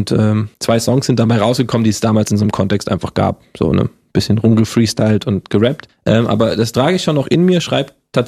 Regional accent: Giessen, Hesse, Germany; Ich komme ja halt aus dem Hip-Hop und Gießen

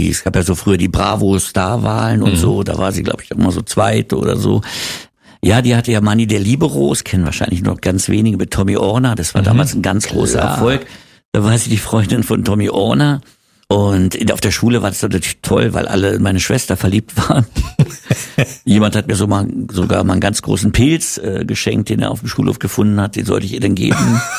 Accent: Berlin, Germany; also born or lived in Wedding, Berlin; Ja, und ich bin aber in Wittenau aufgewachsen.

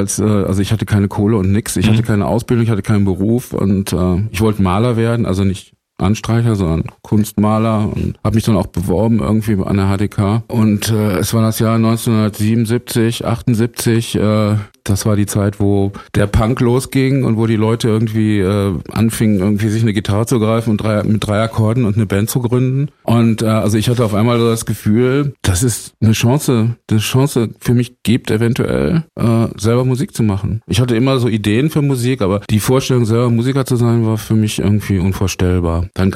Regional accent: Herford, North Rhine-Westphalia, Germany; now in Berlin, Germany; Also ich meine, ich bin nicht direkt von Herford nach Berlin gekommen, sondern ich bin von Geburt her ein Wessi und Herford liegt in Ostwestfalen.

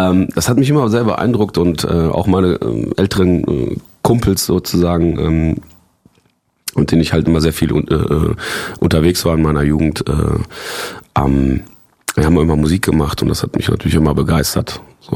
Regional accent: Poland; born there; moved away; ich bin ja in Polen geboren

